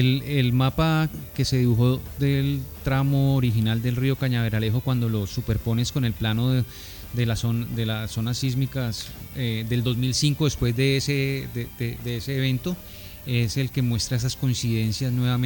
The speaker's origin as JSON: {"language": "Spanish", "town": "Cali", "region": "Valle del Cauca", "country": "Colombia", "said": "Yo soy del sector de Cuarto de Legua y el parque en las mañanas es un sitio muy especial donde nos reunimos la comunidad"}